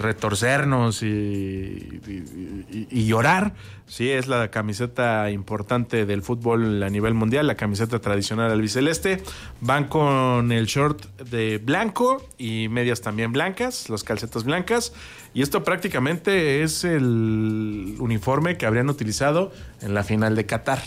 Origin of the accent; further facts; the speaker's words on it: Mexico; lo que nos ocurría a nosotros como mexicanos